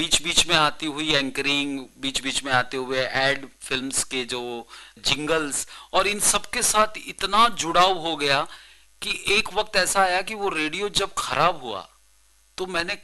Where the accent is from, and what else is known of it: Ahmedabad, Gujarat, India